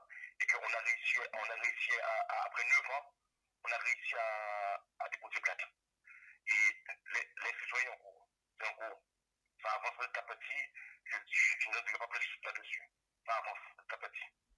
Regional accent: Guadeloupe; now in France; moi je suis un Guadeloupéen et j'ai le mental

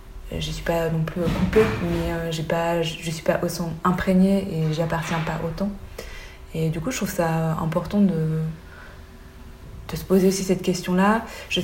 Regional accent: Belgium; comme je suis belge au Thaï, pour des personnes blanches en Belgique, personne ne remettrait en question ma légitimité

